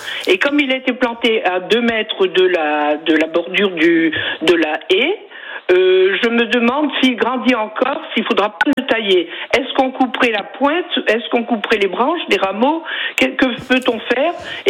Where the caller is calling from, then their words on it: Mérignac, Nouvelle-Aquitaine, France; À Mérignac.